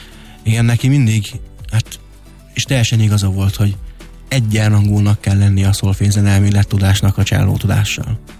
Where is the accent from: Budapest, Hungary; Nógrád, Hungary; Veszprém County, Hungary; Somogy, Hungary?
Nógrád, Hungary; Salgótarján; Ugyanis a Salgótarjánban születtem, ott jártam a zeneiskolába, ott a Salgótarjáni Váci Gyula Művészeti Iskolába